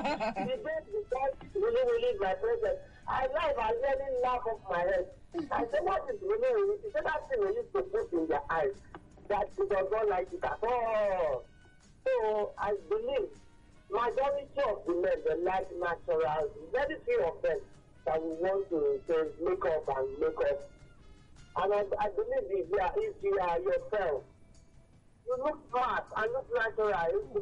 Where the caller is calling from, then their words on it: Delhi, India; I'm calling from the Delhi.